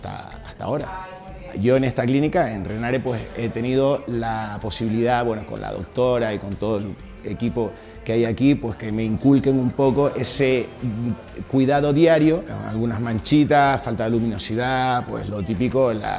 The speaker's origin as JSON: {"language": "Spanish", "town": "Tenerife", "region": "Canary Islands", "country": "Spain", "said": "Yo vengo de Tenerife, tengo la piel bastante castigada del sol"}